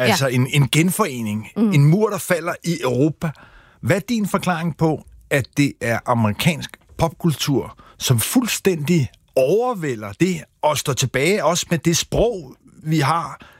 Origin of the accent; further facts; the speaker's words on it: Haslev, Zealand, Denmark; Haslev på Sydsjælland, hvor jeg er vokset op.